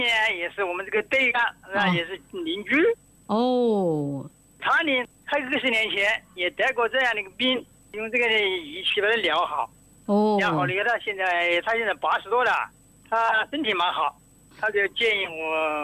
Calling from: Xiantao, Hubei, China; 我是仙桃长丹口。

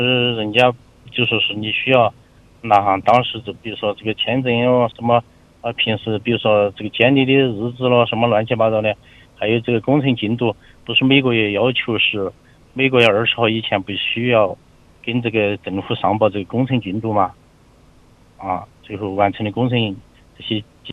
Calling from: China; 我是巴州的。

